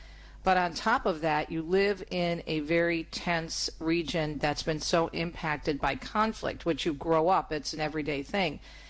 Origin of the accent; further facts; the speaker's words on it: Detroit, Michigan, United States; portions of the Midwest, including my hometown of Metro Detroit